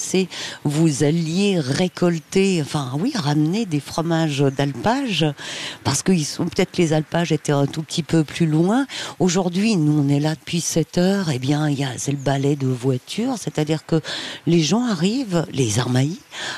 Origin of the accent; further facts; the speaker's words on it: Valais, Switzerland; en tout cas moi en tant que Valaisanne, on imagine une grande cave voûtée des vieilles pierres.